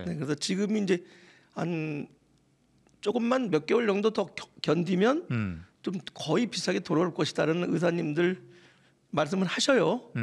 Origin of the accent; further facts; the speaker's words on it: Seoul, South Korea; moved away as an adult; now in Chungcheong, South Korea; 저는 서울 마포가 고향입니다.